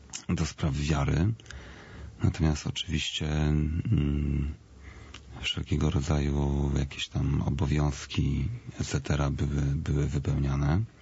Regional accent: Łódź Voivodeship, Poland; Ja wzrastałem w małym mieście pod Łodzią. Miasto to gdzieś około 50-60 tysięcy mieszkańców.

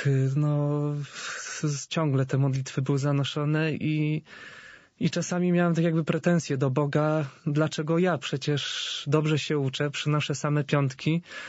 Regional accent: Warmian-Masurian Voivodeship, Poland; Pochodzę z Mazur, wychowywałem się w rodzinie wielodzietnej.

